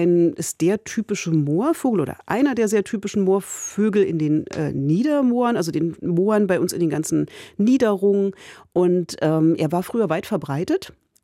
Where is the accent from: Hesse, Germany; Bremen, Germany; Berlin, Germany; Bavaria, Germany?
Berlin, Germany; Ich komme ursprünglich aus Berlin.